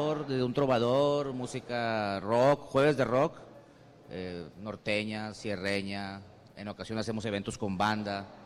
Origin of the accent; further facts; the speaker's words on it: Monterrey, Nuevo León, Mexico; Yo soy vecino aquí de Mitras de toda la vida